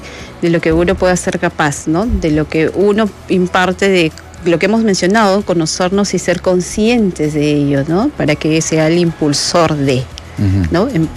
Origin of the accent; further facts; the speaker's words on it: Cerro de Pasco, Pasco, Peru; Tierra de machos y no de muchos, un saludo ahí, yo soy de ahí.